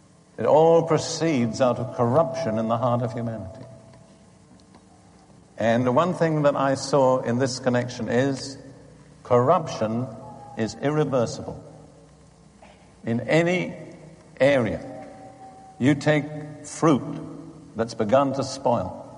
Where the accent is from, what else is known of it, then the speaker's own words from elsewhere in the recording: United Kingdom; I grew up in Britain between the two world wars.